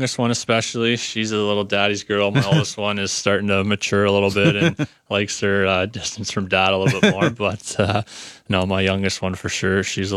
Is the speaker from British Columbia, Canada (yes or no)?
no; Caledonia, Ontario, Canada; also born or lived in Hamilton / Sault Ste. Marie; played a lot of years in my hometown of Caledonia, and eventually played a year in Hamilton before getting drafted to the OHL and played in Sault Ste. Marie